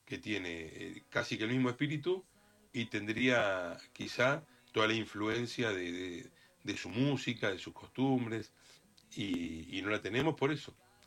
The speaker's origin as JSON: {"language": "Spanish", "country": "Argentina", "said": "Yo soy nieto de españoles. No soy español, soy argentino."}